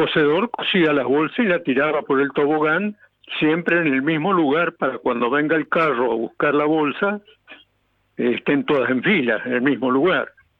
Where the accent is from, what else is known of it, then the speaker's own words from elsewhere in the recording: Guanguelén, Buenos Aires, Argentina; born there; mi padre es vasco, mi madre árabe, y en mi pueblo estaba lleno de árabes, judíos, turcos, gallegos, italianos, polaco